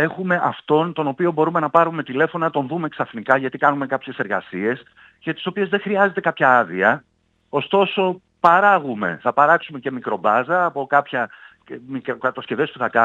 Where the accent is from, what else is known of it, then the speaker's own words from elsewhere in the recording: Greece; γιατί εμείς σαν Έλληνες